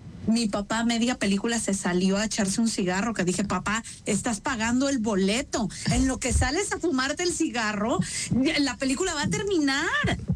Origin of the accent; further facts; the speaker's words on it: Mexico City, Mexico; No, en Ciudad de México. Yo nací, crecí en Ciudad de México. Era café.